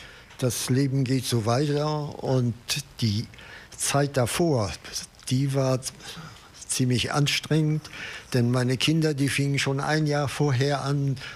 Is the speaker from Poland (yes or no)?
yes; West Pomeranian Voivodeship, Poland; moved away as an adult; also born or lived in Mecklenburg / Dresden / Berlin / Heidelberg; now in Travemünde, Germany; Wir stammen aus Pommern und ich habe nur Bauern in bei meinen Vorfahren. Und zwar haben die mütterlicherseits auf einer kleinen Insel im Oder-Mündungsgebiet gelebt.